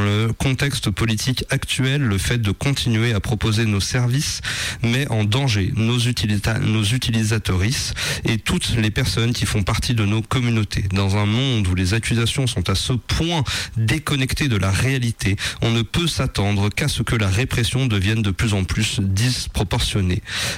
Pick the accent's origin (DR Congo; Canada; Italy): Italy; accent: Italian; French is a second language